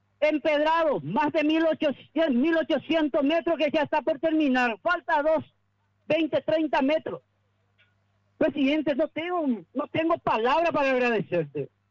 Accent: Paraguay; Hoy te tengo que agradecer como paraguayo.

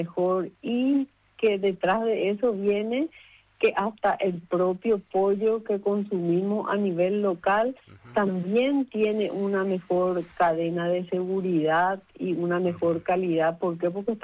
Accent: Paraguay

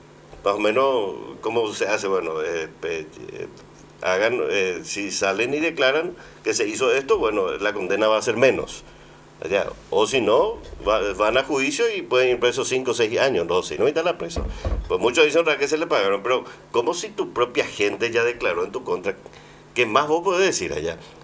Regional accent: Pilar, Ñeembucú, Paraguay; vos sos de Pilar, ahí de la campaña

